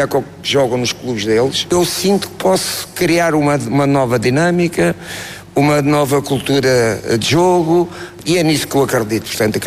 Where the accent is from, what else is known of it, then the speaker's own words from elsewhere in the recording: Portugal; Sou português, amo o meu país.